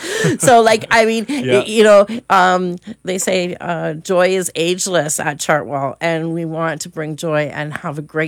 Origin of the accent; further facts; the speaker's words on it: Windsor, Ontario, Canada; moved away; I am from Windsor